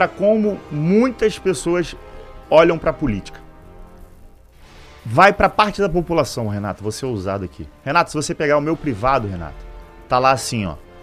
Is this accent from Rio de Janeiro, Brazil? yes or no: yes; Rio de Janeiro, Brazil; sou nascido e criado ali no Parque Burle.